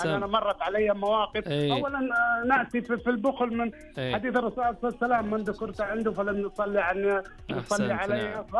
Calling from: Badr, Medina Province, Saudi Arabia; الصناعيه بدر، محافظه بدر.

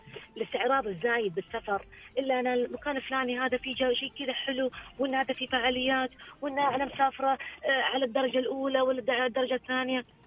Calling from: Dammam, Eastern Province, Saudi Arabia; من الدمام.

